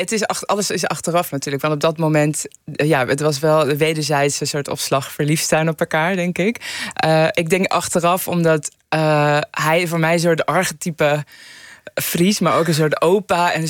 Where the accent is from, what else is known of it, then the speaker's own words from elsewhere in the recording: Tehran, Tehran Province, Iran; now in Netherlands; Maar ik kom uit Teheran en ik kan niet terug. Dat was een best wel harde realiteit.